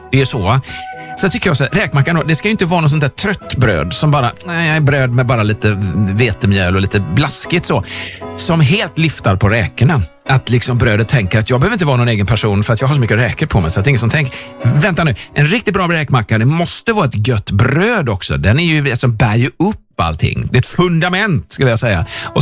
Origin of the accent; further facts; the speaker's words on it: Gothenburg, Västra Götaland County, Sweden; som göteborgare så känner man ju att det är den inofficiella nationaldagen